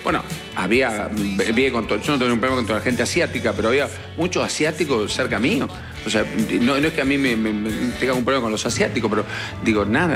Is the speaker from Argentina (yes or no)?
yes; Argentina; la gana de juntarte como argentino